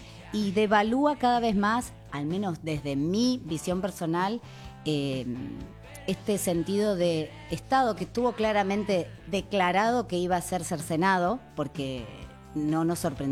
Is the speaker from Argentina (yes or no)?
yes; Argentina; somos argentinos y nos sentimos argentinos